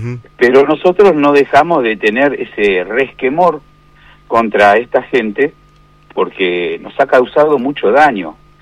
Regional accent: Argentina; lo que somos los argentinos

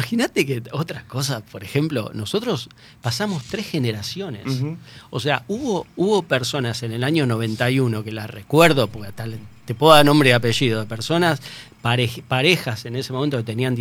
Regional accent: Buenos Aires, Argentina; born there; moved away as an adult; now in Paraná, Argentina; yo nací en Buenos Aires y vine acá a los 20 años

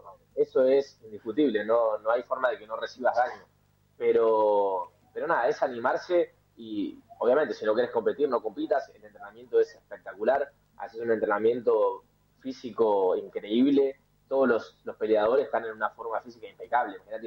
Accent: Argentina; moved away as an adult; also born or lived in Neuquén, Argentina; now in Spain; viste cómo somos los argentinos, donde vamos, armamos una colonia.

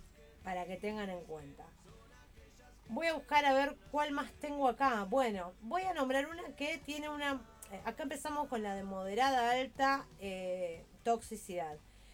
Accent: Santa Fe, Argentina; yo recuerdan que vengo de Santa Fe.

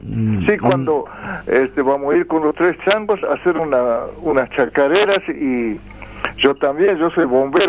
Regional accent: Bandera Bajada, Santiago del Estero, Argentina; nacido y criado en Bandera Bajada, departamento Figueroa.

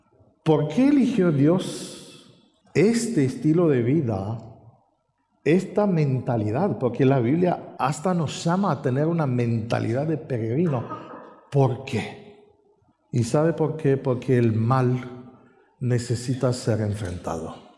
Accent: Romania; moved away; En mi país hay, yo me acuerdo que cuando éramos chicos, mi papá trabajaba cuidando unas cabañas en la montaña y nos llevaba. Y a nosotros nos gustaba, porque hay montañas lindas en Rumania

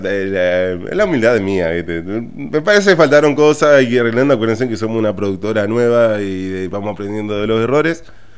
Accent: Argentina; yo como argentino

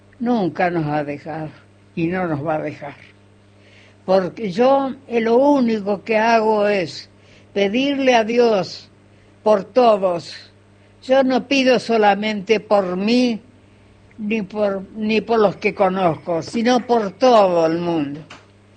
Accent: Nueva Galia, San Luis, Argentina; moved away; Yo soy de Nueva Galia.

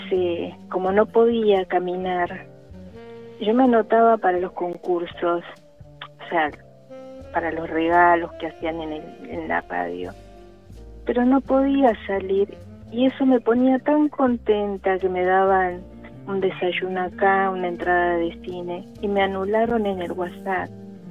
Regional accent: Tortuguitas, Buenos Aires Province, Argentina

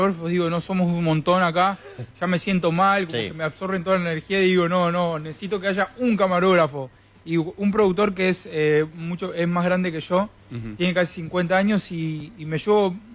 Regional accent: Florencio Varela, Buenos Aires Province, Argentina; me crié en Varela. En bosques, es como que ya está, ya me curtí

